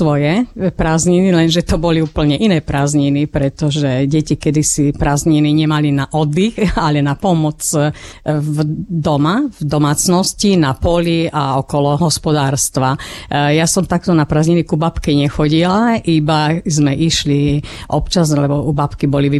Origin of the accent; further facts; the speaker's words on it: Zemplín, Slovakia; ako u nás na Zemplíne hovoríme, až do škomiatka.